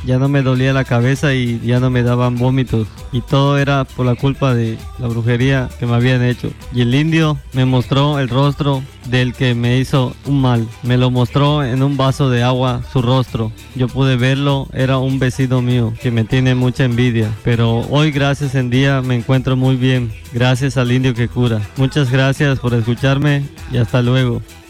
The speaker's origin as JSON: {"language": "Spanish", "town": "Nicolás Bravo", "region": "Quintana Roo", "country": "Mexico", "said": "Yo vengo de Nicolás Bravo."}